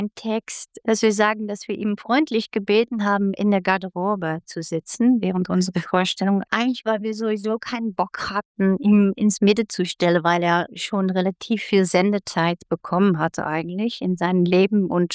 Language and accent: German; Netherlands; German is a second language; moved away as an adult; Ich komme ja aus den Niederlanden